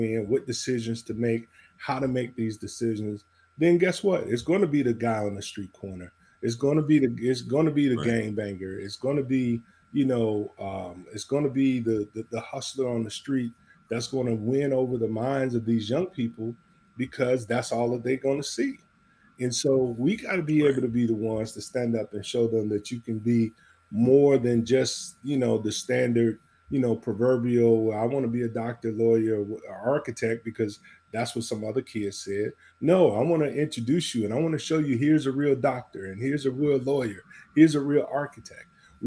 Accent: Chicago, Illinois, United States; also born or lived in Gary, Indiana; I grew up in Jeffrey Manor on the south side of Chicago. I lived in Gary for a number of years as a kid. We moved around a lot.

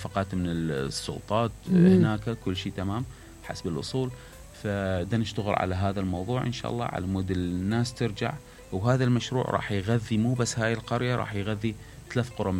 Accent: Alqosh, Nineveh, Iraq; إحنا يعني بشكل عام كالقوشين عندنا غيرة على بلدتنا

